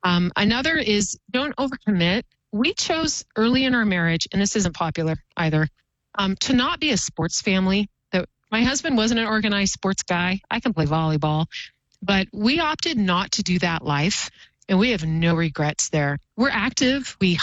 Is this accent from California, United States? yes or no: no; Oregon, United States; born or raised there; now in Boise, United States